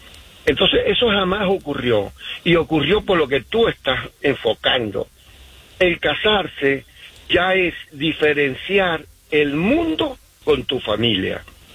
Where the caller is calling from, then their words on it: Utah, United States; Los llamo desde Utah, estoy aquí.